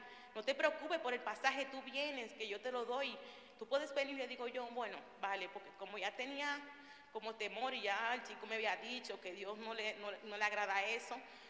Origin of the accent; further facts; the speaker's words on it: Dominican Republic; moved away as an adult; soy de República Dominicana, tengo 3 niños, y quedé embarazada aquí.